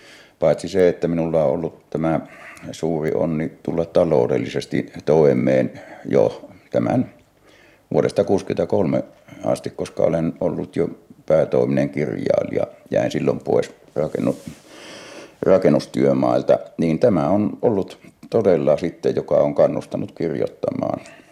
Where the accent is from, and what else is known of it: North Ostrobothnia, Finland; born there